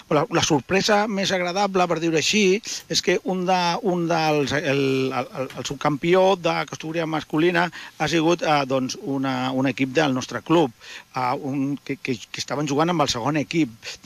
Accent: Rubí, Catalonia, Spain; pels que som de Rubí

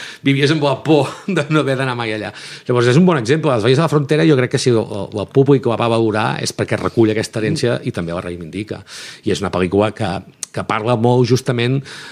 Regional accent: Girona, Catalonia, Spain; born or raised there

